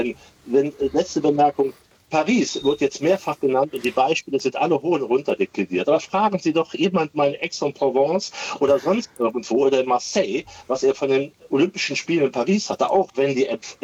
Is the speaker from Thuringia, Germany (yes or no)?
no; Rhineland-Palatinate, Germany; ich komme aus dem Ahrtal und es gibt ein schönes Städtchen am Nürburgring.